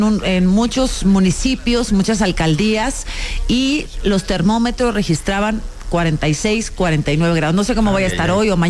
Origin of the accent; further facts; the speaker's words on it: Monterrey, Nuevo León, Mexico; Que te vaya muy bien en Monterrey.